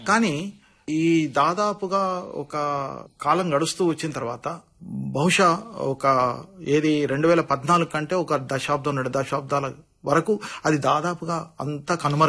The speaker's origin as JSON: {"language": "Telugu", "town": "Nizamabad", "region": "Telangana", "country": "India", "said": "నేను నిజామాబాద్ వాడిని"}